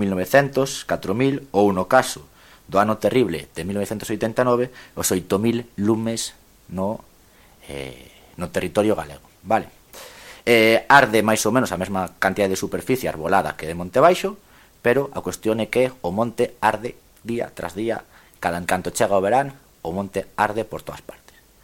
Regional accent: Santiago de Compostela, Galicia, Spain; Eu lembro-me, son de Compostela, lembro-me que no 2006 ardeu toda Compostela, rodeada polos catro costados ardendo.

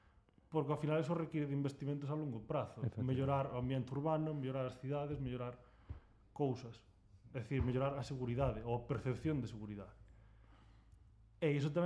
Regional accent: Laxe, Galicia, Spain; Eu son de Laxe.

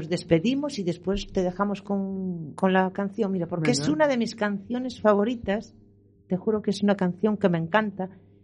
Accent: Spain; soy española.

